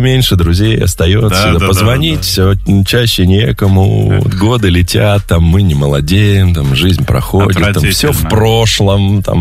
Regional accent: Lipetsk, Lipetsk Oblast, Russia; Я же из Липецка.

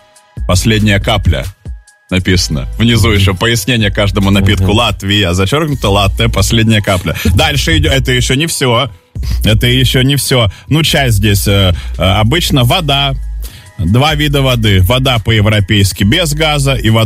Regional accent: Saint Petersburg, Russia; А я из Питера, кстати.

